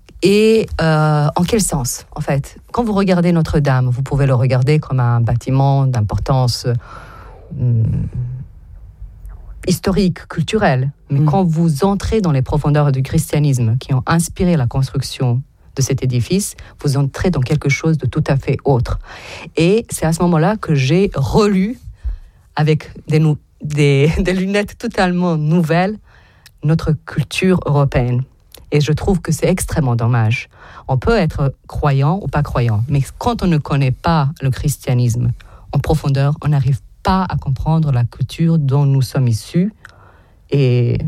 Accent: Tuzla, Federation of Bosnia and Herzegovina, Bosnia & Herzegovina; En fait, parce que je suis née en Bosnie, c'était encore l'ex-Yougoslavie. Et mes parents...

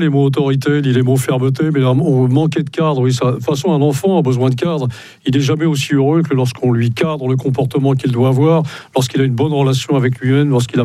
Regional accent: Brittany, France; c'est pas parce que je suis breton que je ne fais pas partie.

